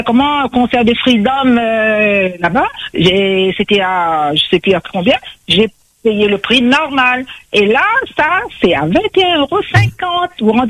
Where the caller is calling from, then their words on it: Saint-Gilles-les-Bains, Réunion; Moi, j'habite à Saint-Gilles-Léo.